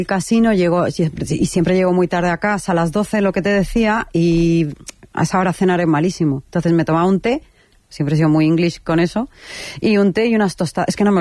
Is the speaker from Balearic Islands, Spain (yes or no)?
yes; Balearic Islands, Spain; soy de Mallorca y bueno, no sé dónde tal.